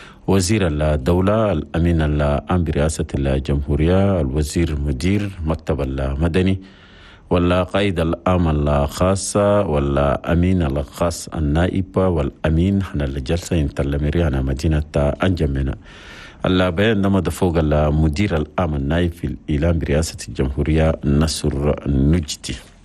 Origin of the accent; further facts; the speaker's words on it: Chad; وبسأل الله من أجل العافية والاستقرار والأمن والسلام الدائم في بلدنا تشاد